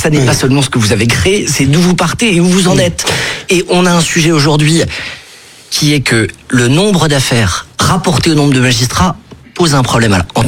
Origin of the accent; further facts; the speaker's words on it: France